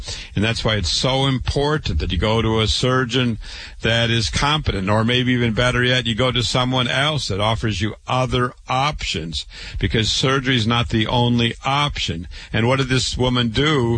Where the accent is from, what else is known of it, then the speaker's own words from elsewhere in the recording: Waterloo, Iowa, United States; I was born and raised in Waterloo, Iowa. I went to public school there